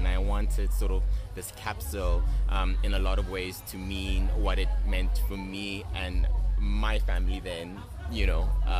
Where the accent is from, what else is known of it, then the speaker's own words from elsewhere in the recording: South Africa; what I've always thought being a South African is